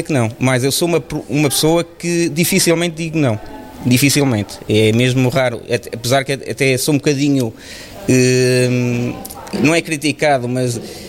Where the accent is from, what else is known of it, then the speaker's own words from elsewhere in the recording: São Pedro do Sul, Centro, Portugal; moved away as an adult; also born or lived in Vozela; now in Oliveira de Frades, Portugal; sou natural de Carvalhais, São Pedro Sul, pronto, é essa a minha naturalidade.